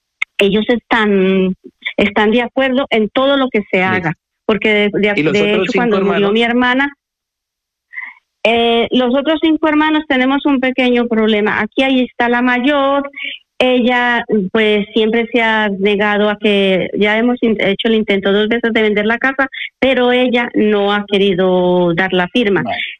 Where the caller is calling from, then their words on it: Pereira, Risaralda, Colombia; Yo vivo en Pereira